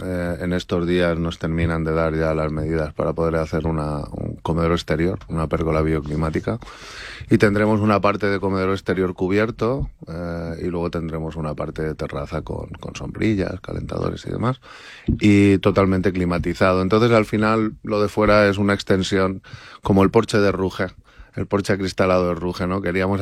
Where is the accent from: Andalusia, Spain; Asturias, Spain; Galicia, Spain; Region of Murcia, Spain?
Region of Murcia, Spain; Murcia; born or raised there; moved away